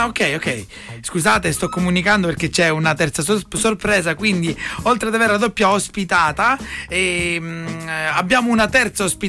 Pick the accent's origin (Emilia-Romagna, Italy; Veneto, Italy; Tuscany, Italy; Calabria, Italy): Calabria, Italy; accent: Calabrian; io ho un accento calabrese